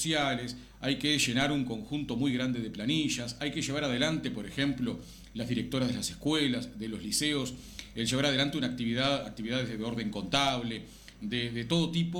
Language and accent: Spanish; Canelones, Uruguay; Yo soy del interior, soy del departamento de Canelones